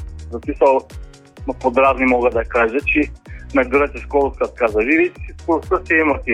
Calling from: Varna, Varna Province, Bulgaria; Здрасти, Кристиянко, съм от Варна.

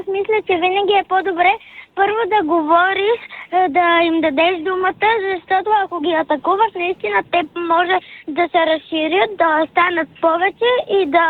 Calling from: Elin Pelin, Sofia Province, Bulgaria; обаждам се … от град Елин Пелин.

